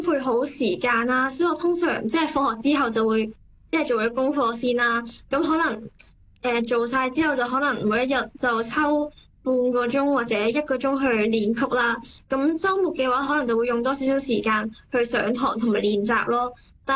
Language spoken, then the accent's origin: Cantonese; Hong Kong; 我嚟自香港，